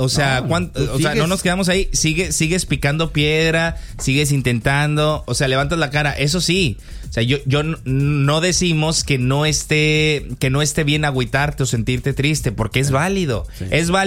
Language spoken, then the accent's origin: Spanish; Mexico